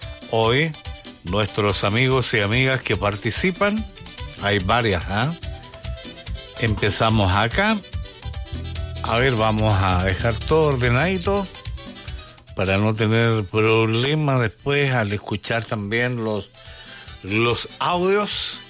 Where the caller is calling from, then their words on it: Chanchoquín, Atacama, Chile; soy de Chanchoquín, comuna de Alto del Carmen.